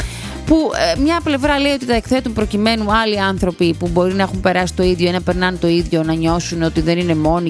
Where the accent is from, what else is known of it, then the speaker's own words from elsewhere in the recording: Aigio, West Greece, Greece; στο χωριό μου εκεί, στην Ντούσα, στο Αίγιο.